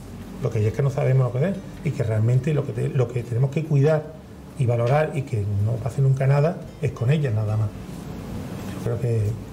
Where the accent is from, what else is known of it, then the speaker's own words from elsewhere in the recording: Almonte, Andalusia, Spain; mi pueblo de Armón